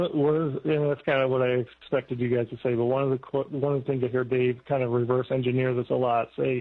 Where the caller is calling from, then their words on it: Charlotte, North Carolina, United States; I'm right outside Charlotte, moving up to the Northeast.